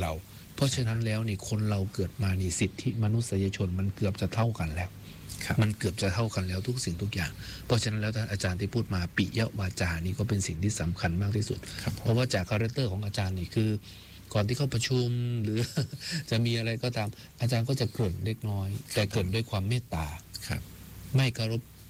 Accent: Isan, Thailand; เราเป็นลูกอีสาน

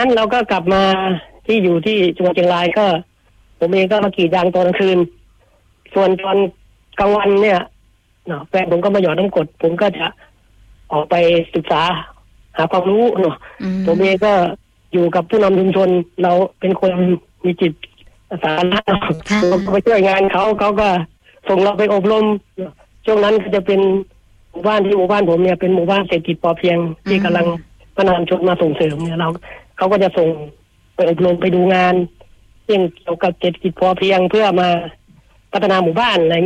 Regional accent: Kanchanaburi, Thailand; moved away as an adult; also born or lived in Bangkok; now in Chiang Rai, Thailand; ผมเป็นภูมิลำเนานะครับอยู่ที่จังหวัดกาญจนบุรีนะครับเกิดเป็นคนกาญจนบุรีแล้วก็ได้ไปทำงานที่กรุงเทพมหานครนะครับหลังจากเรียนจบก็ไปทำงานที่กรุงเทพมหานคร

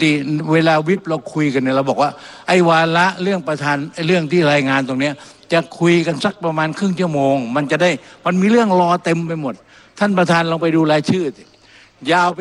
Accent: Songkhla, Thailand; ผมเป็นคนสงขลา

